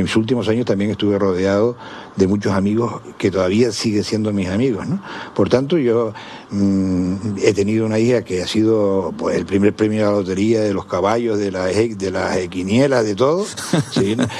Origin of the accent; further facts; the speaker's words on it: San Cristóbal de La Laguna, Canary Islands, Spain; born there; Yo nací en La Laguna, en la calle de Herradores.